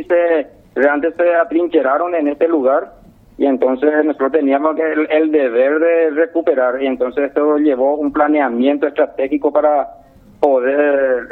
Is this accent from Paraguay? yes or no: yes; Paraguay; soy paraguayo cuando uno viene y pisa acá.